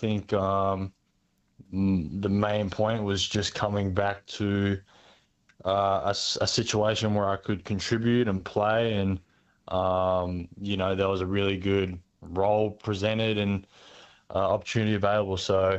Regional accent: Burnie, Tasmania, Australia; my dad played semi-professional, so, you know, my earliest memories are watching him play for the Wynyard Wildcats back here, and, you know, pretty much just grew up around basketball my entire life

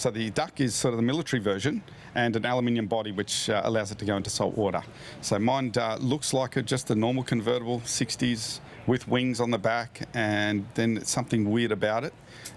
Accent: Cooma, New South Wales, Australia; We come from the Snowy Mountains, so part of the Cooma Car Club down there.

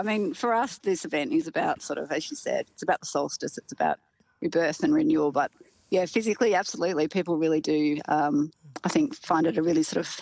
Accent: Queensland, Australia; now in Hobart, Australia; I'm from Queensland myself and I've never gotten in the water

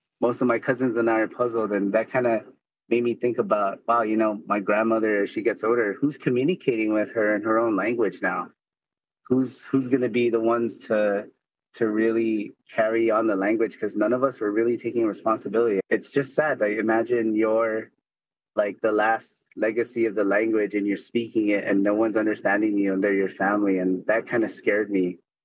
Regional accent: Guam; So I am of Chamorro descent, like many of us on island, on the island of Guam, born and raised on Guam.

